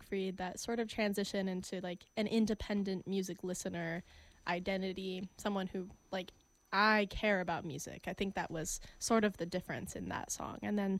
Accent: Midwest, United States; now in New York City, United States; it's just a sort of like explosion into the world that happens when you leave Middle America and enter the East Coast, New York City

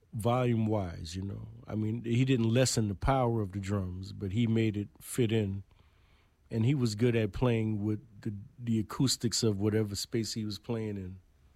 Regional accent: Brooklyn, New York, United States; I remember seeing Rashid when I was a child, you know, because I grew up in Brooklyn

